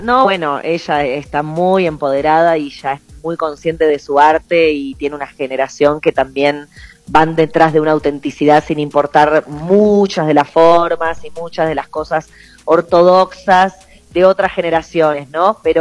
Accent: Buenos Aires, Argentina; somos mujeres de la Ciudad Autónoma de Buenos Aires

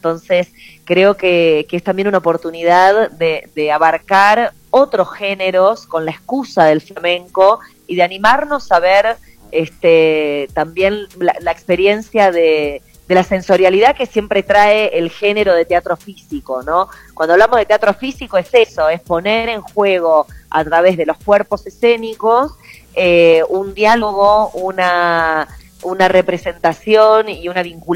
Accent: Buenos Aires, Argentina; somos mujeres de la Ciudad Autónoma de Buenos Aires

